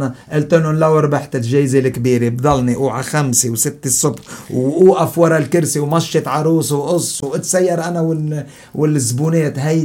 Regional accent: Lebanon; انا لبناني

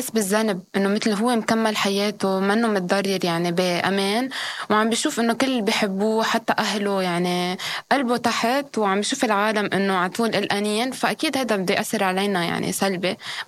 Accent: Lebanon; now in Russia

